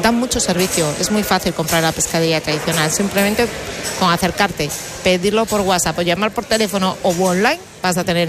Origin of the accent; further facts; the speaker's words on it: Galicia, Spain; yo que soy gallega